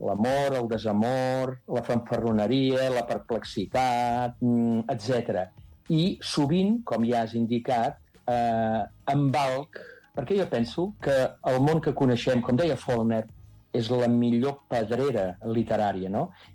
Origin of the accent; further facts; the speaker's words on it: Taradell, Catalonia, Spain; només al meu poble de Taradell, doncs ja hi ha dues, diguem-ne, finques que s'han convertit en camps de golf